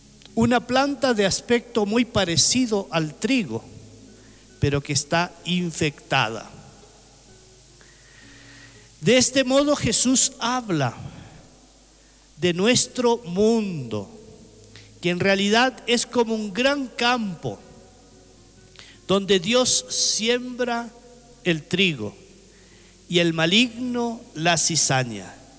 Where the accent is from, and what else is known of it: Argentina